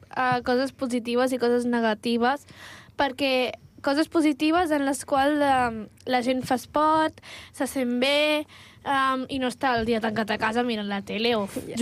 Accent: Catalonia, Spain; la meva família em dirà Barça, que bé, som catalans, hem de ser el Madrid.

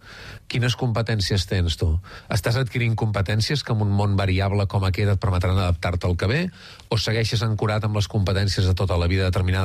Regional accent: Catalonia, Spain

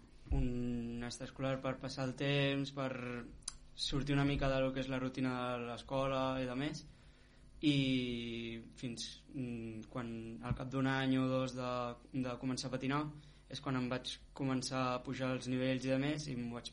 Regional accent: Olèrdola, Catalonia, Spain; al meu poble, a Olèrdola

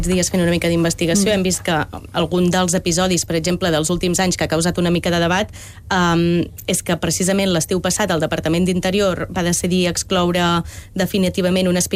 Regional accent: Catalonia, Spain; Jo soc del Ripollès

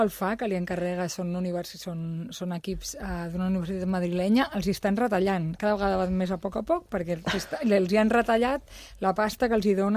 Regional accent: Sant Martí, Catalonia, Spain; Jo soc de Sant Martí

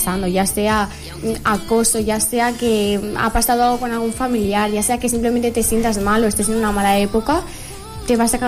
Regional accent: L'Hospitalet de Llobregat, Catalonia, Spain; Yo soy de Hospitalet. ¡Olé! Hospitalet de Llobregat.

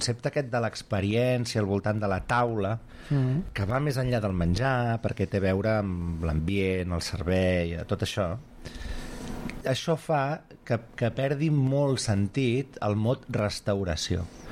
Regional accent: Catalonia, Spain; som catalans

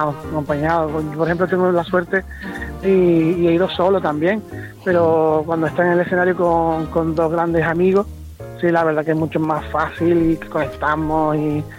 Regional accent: Jerez de la Frontera, Andalusia, Spain; also born or lived in Las Palmas de Gran Canaria; now in Canary Islands, Spain; Yo nací en Las Palmas, Gran Canaria, en la clínica del Pino, el día de Santa Rita. O sea, se puede ser más canario. Lo que pasa es que mi padre era de Cádiz y me crié en Jerez. Pero tengo parte, de hecho mi abuelito es de la Isleta

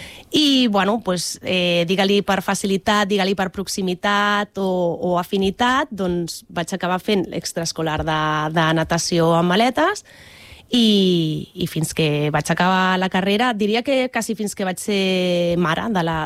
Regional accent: Bellvitge, Catalonia, Spain

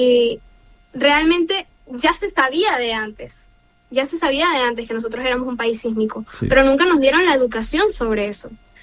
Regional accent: Venezuela

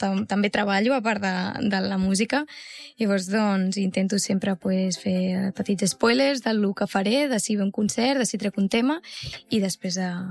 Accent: Catalonia, Spain; tenim la gent del Maresme de viure en un poble. Jo estic molt agraïda i per això havia de fer una cançó del meu poble.

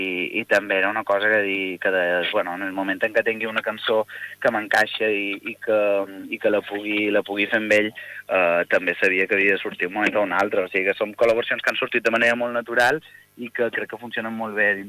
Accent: Santa Maria del Camí, Balearic Islands, Spain; tocaré Santa Maria del Camí, en el meu poble, que són festes patronals

